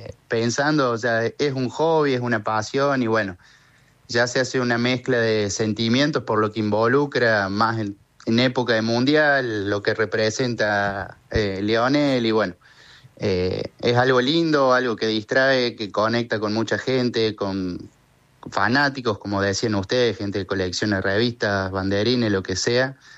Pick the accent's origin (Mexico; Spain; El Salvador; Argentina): Argentina; Arroyito, Córdoba; born there; Ahora en Arroyito, Córdoba, mi ciudad natal.